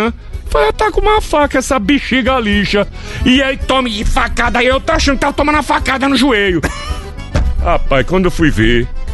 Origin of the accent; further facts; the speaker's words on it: Palmares, Pernambuco, Brazil; Porque eu lembro minha terra, né? Palmares, Pernambuco, Nordeste. Lá é a terra.